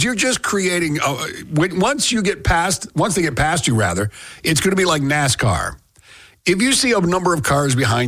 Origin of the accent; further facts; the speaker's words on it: Belleville, Ontario, Canada; moved away; I had to go back to Belleville for a school reunion. And so Belleville's my hometown, obviously.